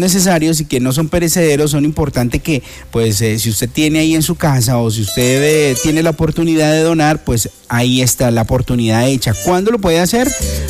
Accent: Llanos Orientales, Colombia; así somos los llaneros

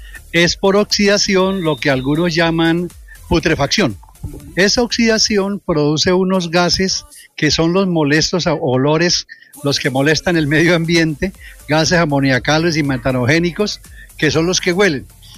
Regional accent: Restrepo, Meta, Colombia; en mi pueblo, de Restrepo, un pedacito de cielo enclavado en el piedemonte llanero

